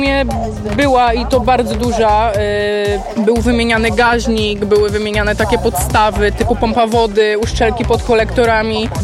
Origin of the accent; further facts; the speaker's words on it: Kwidzyn, Pomeranian Voivodeship, Poland; My jesteśmy z Kwidzyna, województwo pomorskie